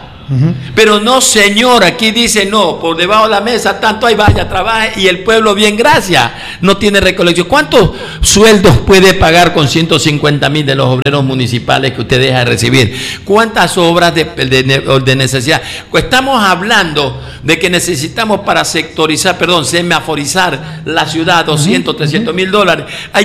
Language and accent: Spanish; Manta, Manabí, Ecuador; Yo nací en Manta, en el barrio Cristo Rey, pues. Uh-huh. En la parroquia Tarque, ahí me crié.